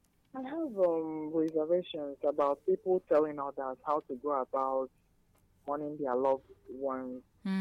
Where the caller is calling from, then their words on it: Anambra, Nigeria; I'm in Anambra.